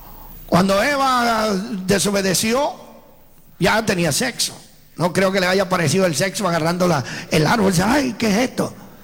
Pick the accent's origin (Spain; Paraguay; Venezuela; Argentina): Venezuela; also born or lived in Italy; now in Sacramento, United States; yo soy italiano, criado en Venezuela, como dijo el hermano, y vivimos en Sacramento, California. Tenemos 53 años de edad.